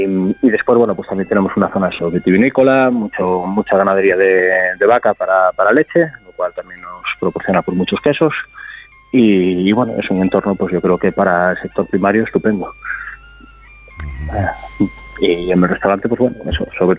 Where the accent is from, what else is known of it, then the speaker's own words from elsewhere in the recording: Chantada, Galicia, Spain; Sí, ya nací en Chantada de toda la vida.